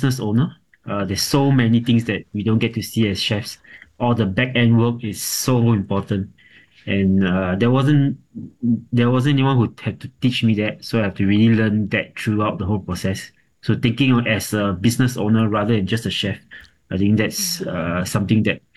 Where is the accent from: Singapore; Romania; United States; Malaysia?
Singapore; moved away as an adult; also born or lived in Kyoto; As a Singaporean